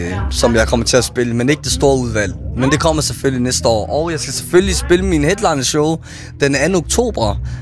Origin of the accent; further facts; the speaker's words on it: Aarhus, Central Denmark Region, Denmark; born or raised there; moved away as an adult; now in Copenhagen, Denmark